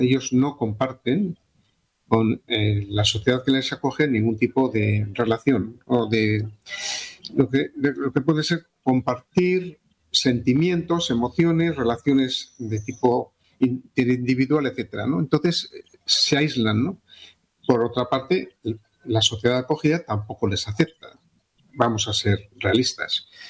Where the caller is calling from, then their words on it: Vitoria-Gasteiz, Basque Country, Spain; En Vitoria, donde yo vivo, bueno, ahora no estoy allí, pero Vitoria, donde yo vivo, tiene muchísimo musulmán donde se forman guetos